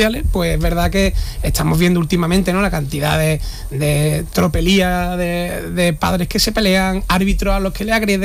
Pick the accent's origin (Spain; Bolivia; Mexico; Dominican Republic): Spain; Jerez de la Frontera, Andalusia; soy un amante de Jerez, soy de aquí de Jerez, pero es que aparte me encanta Jerez